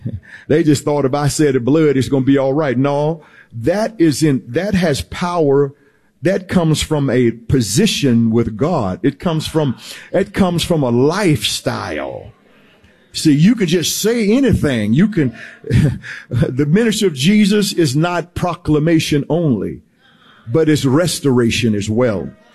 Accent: the South, United States; accent: southern; I'm speaking English. May have a southern accent to it a little bit

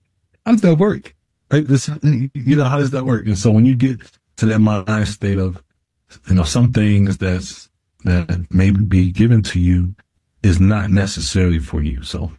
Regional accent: East Chicago, Indiana, United States; moved away as an adult; also born or lived in Kansas City; now in Twin Cities, United States; I was a transplant from Kansas City. I grew up in East Chicago, Indiana. And when I moved here, I was married at the time and I had one child.

